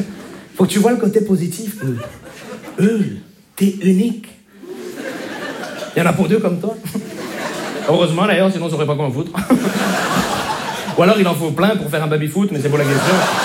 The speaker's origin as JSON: {"language": "French", "town": "Montreal", "region": "Quebec", "country": "Canada", "said": "je viens de Montréal."}